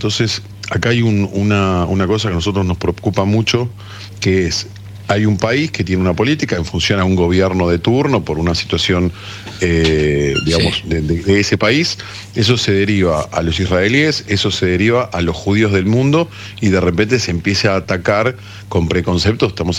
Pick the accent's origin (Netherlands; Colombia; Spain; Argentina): Argentina; somos argentinos judíos. Y no es un tecnicismo menor. O sea, somos una población argentina que defendemos a nuestro país